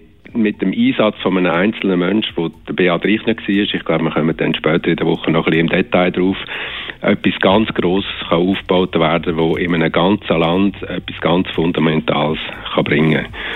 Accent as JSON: {"language": "German", "country": "Switzerland", "said": "wir kommen aus der Schweiz"}